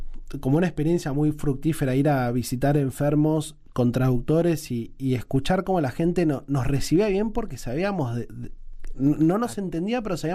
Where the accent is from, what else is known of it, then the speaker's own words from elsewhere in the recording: Buenos Aires, Argentina; Le digo, Martín, no tengo nada que ver con los indígenas. Vengo de Buenos Aires